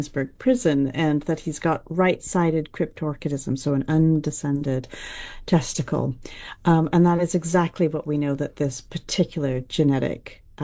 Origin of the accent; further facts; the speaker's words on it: Canada; moved away; I'm from Canada, but I've lived in this country long enough